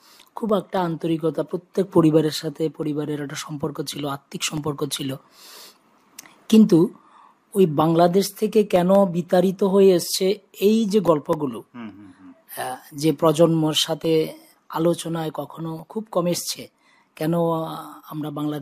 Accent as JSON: {"language": "Bangla", "town": "Ishanchandranagar", "region": "West Bengal", "country": "India", "tie": "born or raised there", "said": "হ্যাঁ, আমার জন্ম ঈশানচন্দ্রনগর গ্রামেই।"}